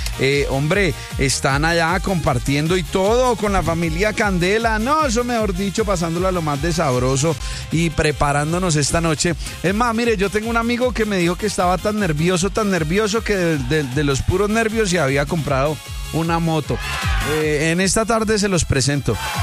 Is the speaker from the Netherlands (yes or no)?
no; Colombia; Soy colombiano